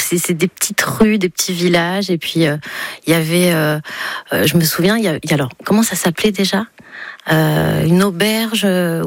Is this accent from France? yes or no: yes; Nice, Provence-Alpes-Côte d'Azur, France; now in Paris, France; Quand j'étais petite, oui, mais après, j'ai fait du théâtre et on m'a gommé mon accent.